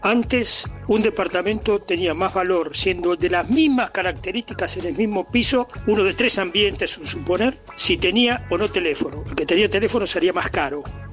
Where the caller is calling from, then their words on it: Santos Lugares, Buenos Aires Province, Argentina; de Santos Lugares.